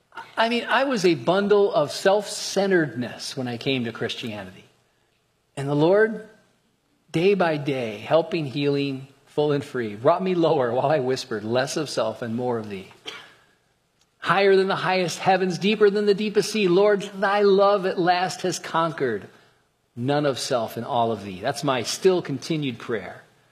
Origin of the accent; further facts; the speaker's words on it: New Jersey, United States; I'm from New Jersey and I'm escaping the storm.